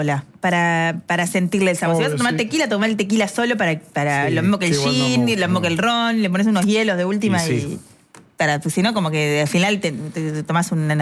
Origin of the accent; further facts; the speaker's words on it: La Dulce, Buenos Aires Province, Argentina; born there; moved away; Es lo que pasó en mi pueblo, en La Dulce, hoy a la mañana.